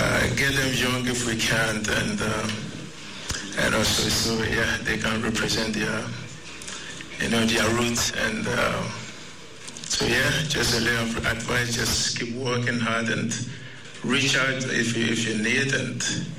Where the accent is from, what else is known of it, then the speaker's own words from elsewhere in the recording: Ghana; I was born and raised in Ghana